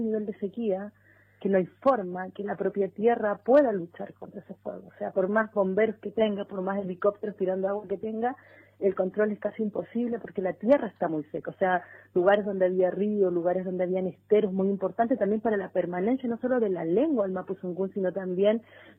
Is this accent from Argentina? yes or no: no; Traiguén, Araucanía, Chile; moved away as an adult; now in Santiago, Chile; Llevo ya 10 años, pero vengo del sur, vengo del Gualmapu. Estudié en la Universidad de la Frontera y crecí en un pueblito muy chiquito, un pueblito agrícola triguero que se llama Traillén